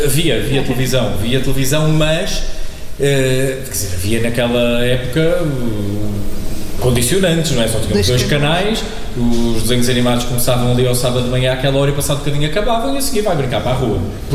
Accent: Espinho, Norte, Portugal; also born or lived in Porto; eu nasci no Porto, e quando eu tinha 2 anos, os meus pais foram colocados em Espinho. E quando fomos para Espinho morar

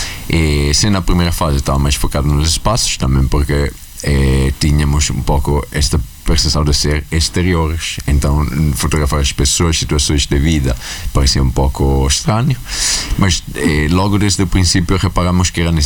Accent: Vimercate, Lombardy, Italy; Portuguese is a second language; moved away as an adult; also born or lived in Porto, Portugal; now in Venice, Italy; Eu nasci e cresci em Milano, perto de Milano, digamos, é uma aldeia, chama-se Vimercate, mas nos últimos 8 anos estou a morar em Veneza, então considero-me daí, de Veneza, agora.

